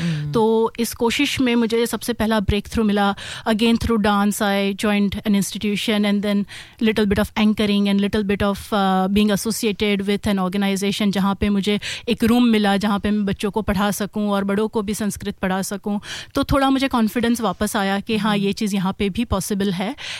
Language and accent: Hindi; Gujarat, India; first language Gujarati; Hindi is a second language; गुजराती क्योंकि वो मेरी मातृभाषा है.